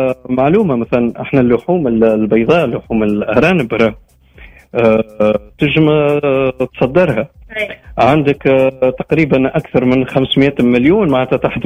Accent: Tunisia; عندنا في تونس

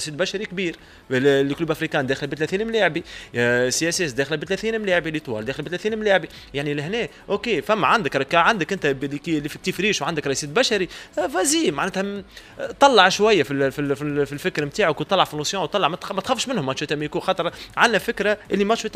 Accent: Tunisia; عندنا في تونس

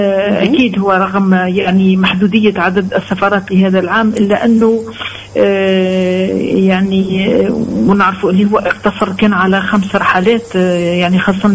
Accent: Tunisia; يا رانا نحبوا بلادنا بسخانتها بردها بكل شيء.

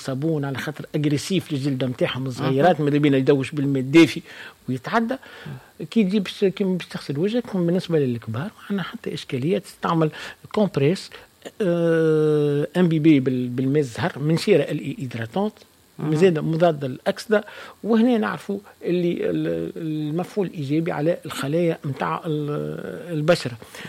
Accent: Tunisia; وعندنا في تونس

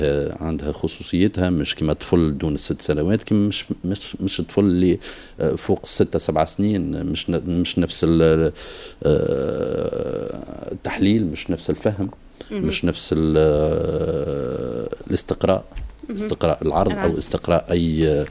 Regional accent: Tunisia; لاني انا ولد تونس مولود لهنا وعايش في مجتمع تونسي

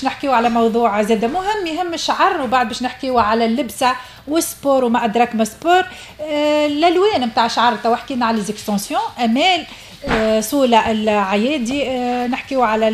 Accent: Tunisia

